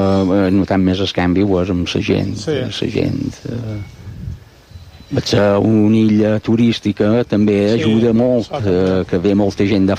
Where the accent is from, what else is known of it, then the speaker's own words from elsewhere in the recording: Ciutadella, Balearic Islands, Spain; jo vaig començar a Ciutadella, som de Ciutadella i vaig començar allà.